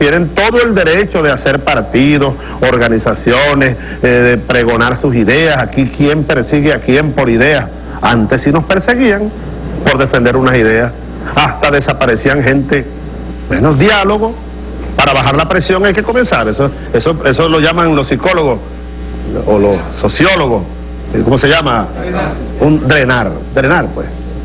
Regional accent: Venezuela

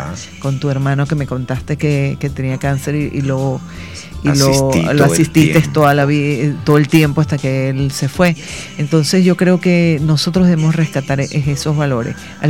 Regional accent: Venezuela

